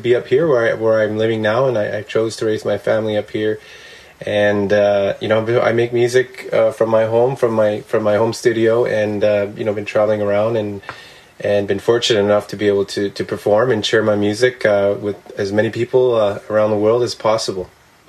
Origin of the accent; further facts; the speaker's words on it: Attawapiskat, Ontario, Canada; first language Cree; English is a second language; I grew up here. I'm from the Attawapiskat First Nation, and I was raised by the Cree way. Spent most of my time with my grandparents as a boy growing up